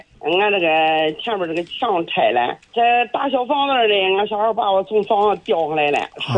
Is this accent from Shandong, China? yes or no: yes; Dezhou, Shandong, China; 我是山东的，咱老家山东的。